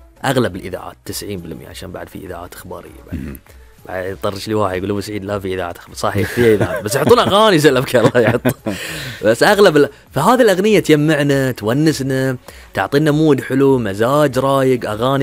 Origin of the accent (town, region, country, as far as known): Bahrain